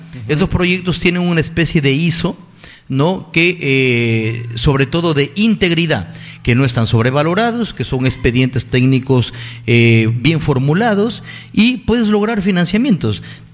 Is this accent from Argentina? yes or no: no; Bagua, Amazonas, Peru; que no me juzguen por ser de Bagua. Yo, como alcalde de Bagua, hice un hermanamiento con las comunidades nativas.